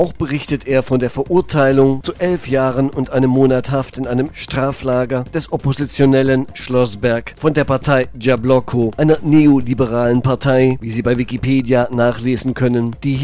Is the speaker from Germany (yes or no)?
yes; Thuringia, Germany; Zum Schluss noch Lustiges aus meiner Heimat Thüringen.